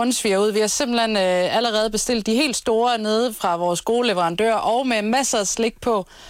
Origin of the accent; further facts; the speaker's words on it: Svendborg, Region of Southern Denmark, Denmark; Jeg er hernede fra Svendborg, men jeg havde ikke tænkt, man fejrede det som sådan.